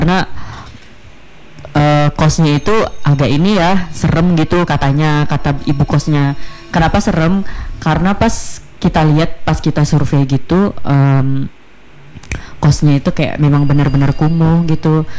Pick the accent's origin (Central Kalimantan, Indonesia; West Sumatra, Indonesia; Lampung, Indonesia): Central Kalimantan, Indonesia; moved away as an adult; saya itu asalnya dari Barito Utara, mahasiswa perantau gitu ya.